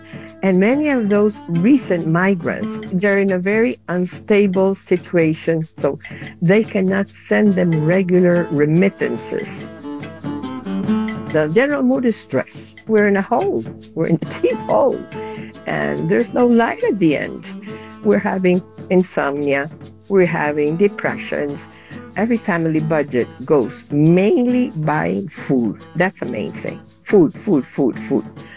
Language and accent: English; Havana, Cuba; I was brought up in a very elitist American school in Havana.